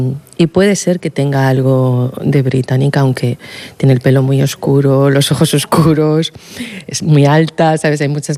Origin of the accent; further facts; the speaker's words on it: Madrid, Community of Madrid, Spain; moved away as an adult; also born or lived in United Kingdom; yo soy madrileña, pero vivo 15 años en el Reino Unido, y a mi vuelta a España estoy a punto de cumplir los 40 años